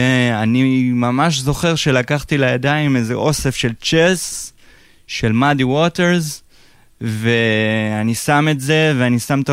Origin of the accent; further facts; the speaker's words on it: Haifa, Haifa District, Israel; born there; also born or lived in Kiryat Tivon / Tiberias / Hatzor HaGlilit; גרתי בקריית טבעון אצל אבי. במקור אני מחיפה. והתגלגלתי פה ושם עם כזה גירושים של ההורים ו... כל מיני בתים, אבל בגדול חיפה והצפון, והיו לי כל מיני תקופות בגליל, טבריה, חצור הגלילית.